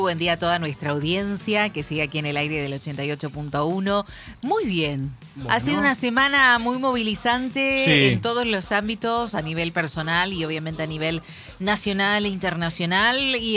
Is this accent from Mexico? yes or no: no; Santa Fe, Argentina; born there; now in Paraná, Argentina; yo nací en Santa Fe